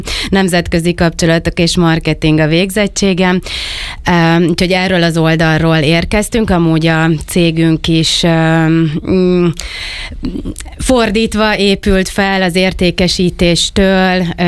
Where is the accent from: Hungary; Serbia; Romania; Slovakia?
Hungary; Balatonfüred, Veszprém County; also born or lived in Tihany; Én balatonfüredi születésű vagyok. Balatonfüreden éltünk, viszont Tihanyban töltöttük a mindennapjainkat, már szüleink is Tihanyban vállalkoztak, úgyhogy a balatoni nyarakat strandolás helyett Tihanyban töltöttük, élveztük, úgyhogy balatonfüredi és tihanyi